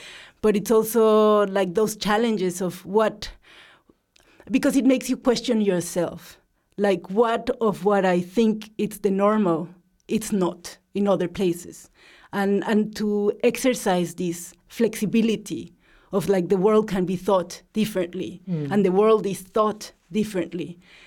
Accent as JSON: {"language": "English", "country": "Mexico", "tie": "born or raised there", "said": "growing up in Mexico"}